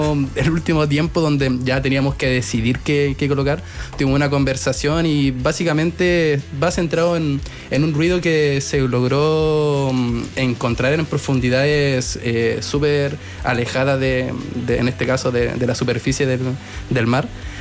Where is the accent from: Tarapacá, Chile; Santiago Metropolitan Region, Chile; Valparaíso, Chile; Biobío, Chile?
Tarapacá, Chile; Alto Hospicio; el vocalista, somos de Alto Hospicio.